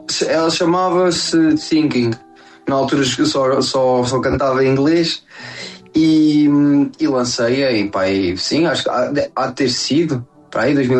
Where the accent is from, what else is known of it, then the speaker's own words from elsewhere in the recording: Aveiro, Centro, Portugal; eu tenho 24 anos, eu sou de Aveiro